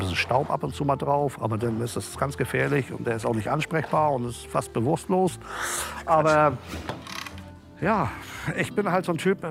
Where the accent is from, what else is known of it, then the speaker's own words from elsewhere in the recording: East Germany, Germany; Ich bin ein waschechter Ossi. Ich bin da geboren.